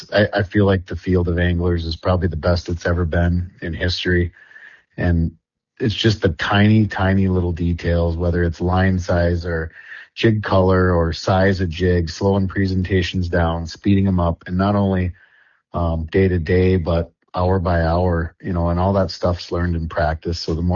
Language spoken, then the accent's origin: English; Grand Rapids, Michigan, United States; It's right here in my hometown, Raceport Marine, Grand Rapids.